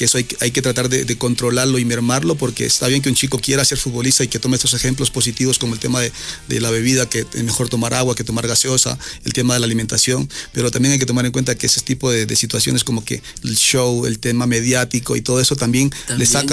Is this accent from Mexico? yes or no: no; Quinindé, Esmeraldas, Ecuador; yo soy de Quinindé, conozco a Pacho, conozco a Angulo, a Nilsson, son gente del pueblo